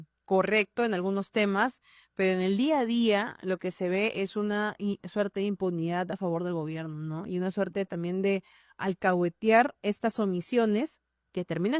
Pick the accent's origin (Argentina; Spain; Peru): Peru; yo creo que ninguno como peruano va a querer que un gobierno fracase